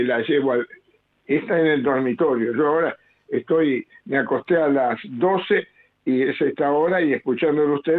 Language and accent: Spanish; Ciudadela, Buenos Aires Province, Argentina; born there; now in Junín, Argentina; Nací en Capital, pero viví muchos años en Ciudadela, hasta que después me vine a Junín, porque compré una chacra para vivir con la naturaleza.